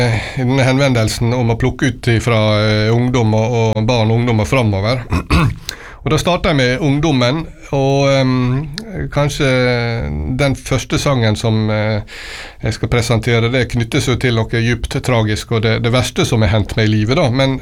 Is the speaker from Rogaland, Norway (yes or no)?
no; Langevåg, Møre og Romsdal, Norway; now in Emblem, Norway; Ja, født og oppvokst i Langevåg. Det er noe lenge siden jeg bodde der. Nå bor jeg da, som du sa, på Emblem.